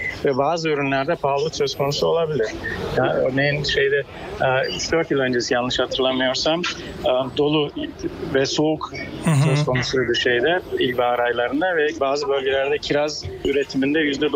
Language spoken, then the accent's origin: Turkish; Tarsus, Mersin, Turkey; now in Germany; Yani ben Tarsus doğumluyum. Çukurova'da büyüdüm.